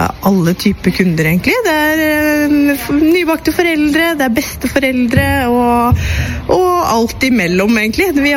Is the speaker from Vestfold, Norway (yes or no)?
no; Innlandet, Norway; also born or lived in Oslo; jeg er jo fra Hadeland